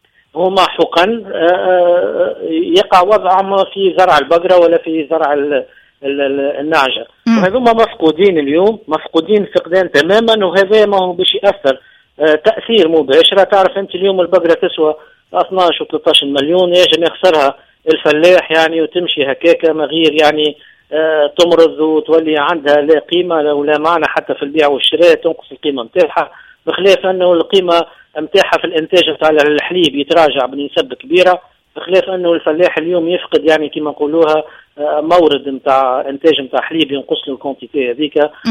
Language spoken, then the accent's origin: Arabic; Tunisia